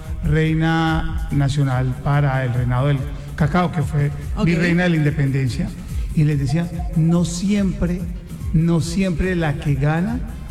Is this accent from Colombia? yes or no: yes; Cartagena, Bolívar, Colombia; Yo soy cartagenero y soy no soy ni negro ni blanco.